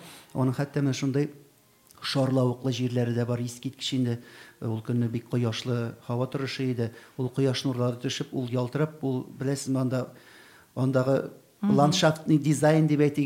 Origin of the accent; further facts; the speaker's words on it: Tatarstan, Russia; Мин Әлки районыннан.